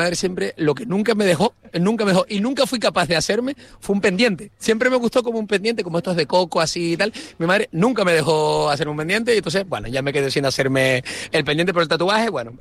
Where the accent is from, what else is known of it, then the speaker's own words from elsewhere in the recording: San Andrés, Canary Islands, Spain; yo soy de San Andrés